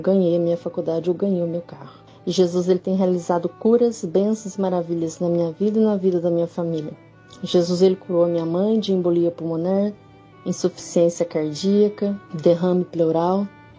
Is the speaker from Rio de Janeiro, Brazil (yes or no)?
no; Campos Gerais, Minas Gerais, Brazil; eu sou do estado de Minas Gerais, sou da cidade de Campos Gerais.